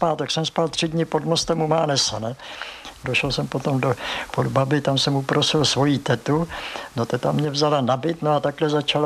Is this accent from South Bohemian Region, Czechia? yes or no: yes; South Bohemian Region, Czechia; now in Prague, Czechia; dělal jsem tady zkoušky a teď vidím, že nejsem přijatý, jsem z Jižní Čech.